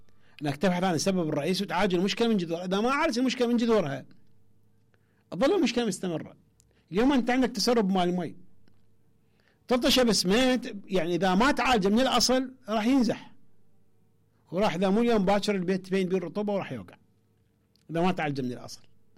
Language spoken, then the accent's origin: Arabic; Iraq; عندنا في العراق، عندنا في وسط وجنوب العراق